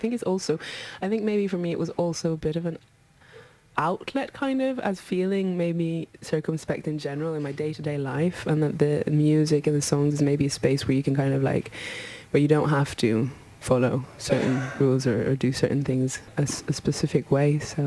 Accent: Oslo, Norway; moved away; I grew up in Oslo

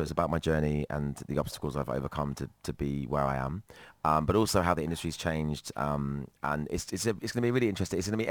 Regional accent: Woodbridge, East of England, United Kingdom; I'm from Woodbridge

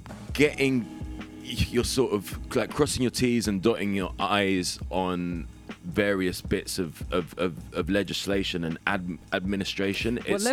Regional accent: London, United Kingdom; I've always felt like a Londoner, like feeling British, however you look at it.

